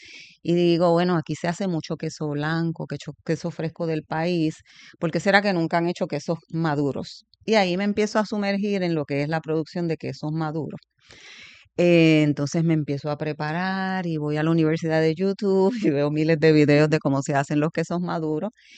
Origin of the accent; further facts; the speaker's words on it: Bayamón, Puerto Rico; born there; Bueno, pues soy vaquera, nací en Bayamón.